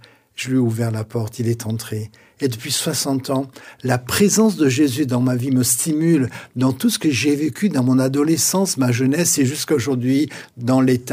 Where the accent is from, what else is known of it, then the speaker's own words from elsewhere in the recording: Marseille, Provence-Alpes-Côte d'Azur, France; born there; Mes parents sont nés en France, je suis né en France, à Marseille. J'ai fait un travail sur moi-même d'intégration à la société française.